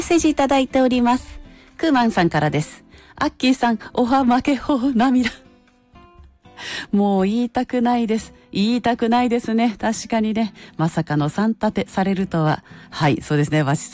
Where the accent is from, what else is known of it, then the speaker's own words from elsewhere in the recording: Tohoku, Japan; 東北出身なので、なんであんなに打てるのか、ちょっとため息が出てしまいますけれども